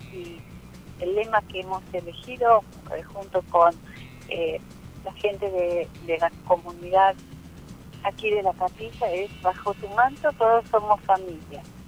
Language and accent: Spanish; Tres Arroyos, Buenos Aires Province, Argentina; moved away as an adult; now in Olavarría, Argentina; yo soy de Tres Arroyos, nací en Tres Arroyos, viví en Tres Arroyos